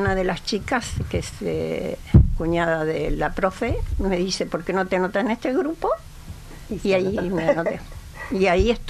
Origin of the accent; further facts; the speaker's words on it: Bahía Blanca, Buenos Aires Province, Argentina; No, yo vengo de Bahía.